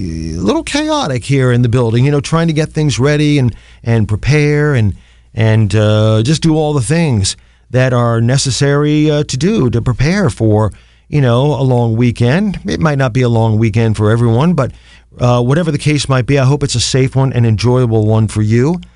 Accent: Canton, Ohio, United States; non-commercial public radio for Akron and my hometown of Canton, the Hall of Fame city, at 91.3 FM.

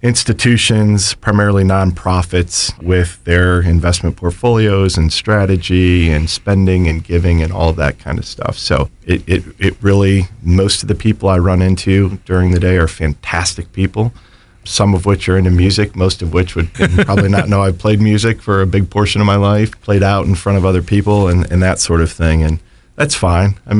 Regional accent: Stow, Ohio, United States; now in Copley Township, United States; So I was born and raised here in Northeast Ohio.

